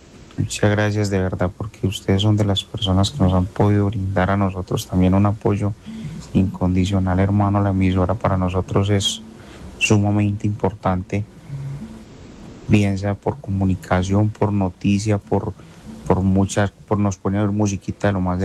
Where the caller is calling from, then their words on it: Sabaneta, Antioquia, Colombia; yo vivo en Sabaneta